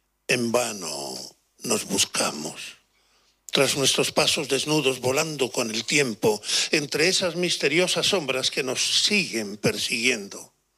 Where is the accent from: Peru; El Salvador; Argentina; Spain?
Spain; born there; now in Canary Islands, Spain; yo ya desde la península me enamoré de Canarias y todo mi afán era venir a Canarias y hasta que no lo conseguí, no paré.